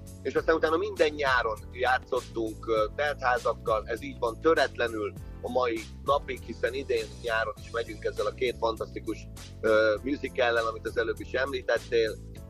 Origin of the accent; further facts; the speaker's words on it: Veszprém, Veszprém County, Hungary; Én veszprémi fiú vagyok, és Balaton-Almádi hegyoldalba tanultam meg lovagolni.